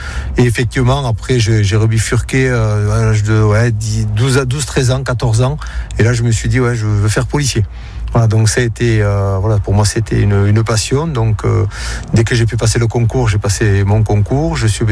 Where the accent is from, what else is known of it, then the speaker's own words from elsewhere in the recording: Tarbes, Occitanie, France; moved away as an adult; Je suis descendu sur Toulouse, je suis descendu après sur Tarbes, je suis reparti sur Paris et pour être après définitivement muté dans ma région d'origine, Tarbes.